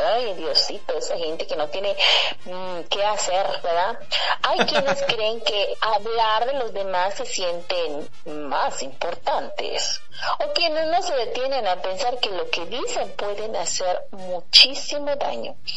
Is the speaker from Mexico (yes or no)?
yes; Mexico; así somos los mexicanos